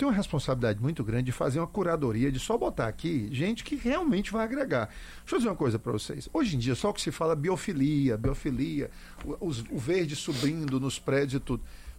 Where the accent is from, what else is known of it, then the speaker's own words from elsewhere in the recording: Ceará, Brazil; also born or lived in Fortaleza; Eu nasci em Fortaleza, mas eu me criei todo no interior. Pronto. 3 meses de idade eu estava no interior.